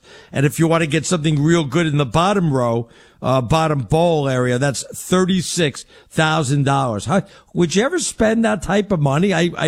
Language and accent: English; Arizona, United States; I'm from Arizona. You don't forget that, man.